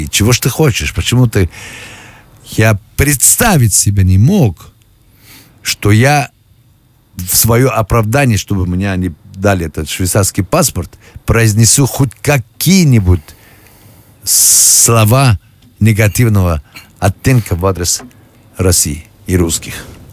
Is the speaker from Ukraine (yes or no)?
no; Afghanistan; born or raised there